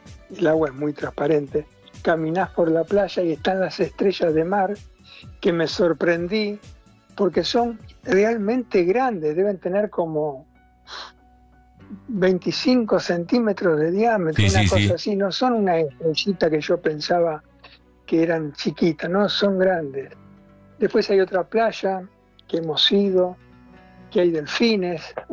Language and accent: Spanish; Quilmes, Buenos Aires Province, Argentina; born there; now in Carmen de Areco, Argentina; yo soy nacido en Quilmes, en realidad en Espeleta, partido de Quilmes. Y hace 27 años que vivo en Carmen de Areco, en la provincia de Buenos Aires.